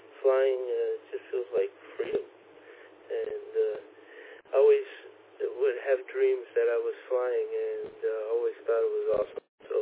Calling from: Hollywood, Florida, United States; in Hollywood

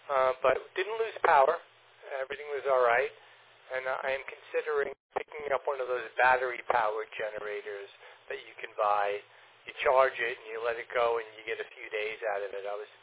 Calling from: Commack, New York, United States

